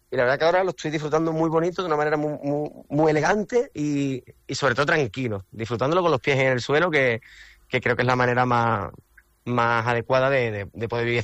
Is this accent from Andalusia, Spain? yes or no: yes; Cádiz, Andalusia, Spain; yo soy de Cádiz, imagínate, el humor de nosotros y ese sarcasmo, ese punto, como tú dices, ¿no?, de improvisar, siempre lo tenemos dentro.